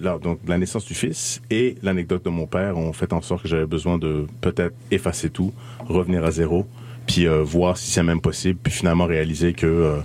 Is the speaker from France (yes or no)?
no; Iran; moved away; C'est-à-dire que moi qui pensais qu'on a quitté l'Iran comme tout le monde, c'est-à-dire dans les années 80. Nous, on est restés encore un peu plus longtemps